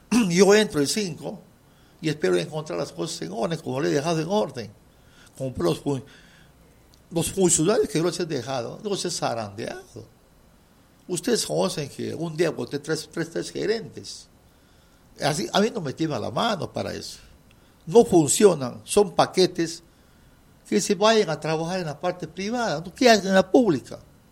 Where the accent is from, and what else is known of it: Tarapoto, San Martín, Peru